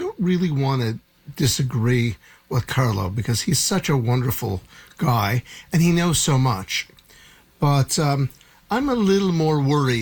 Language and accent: English; Canada; also born or lived in Ontario / New York; So I'm an American lawyer and a Canadian lawyer. I'm a Canadian.